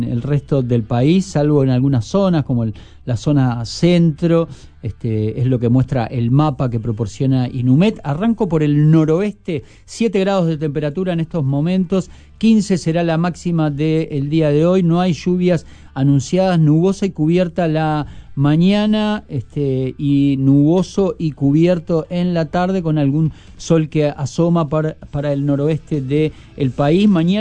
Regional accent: Uruguay; Me asumo como uruguayo feo y gris

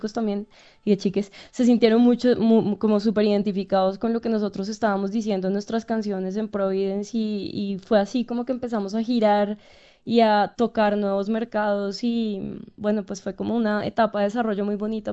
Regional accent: Chía, Cundinamarca, Colombia; yo, claro, me considero bogotana, pero en realidad soy de la periferia bogotana, yo soy de un lugar que se llama Chía

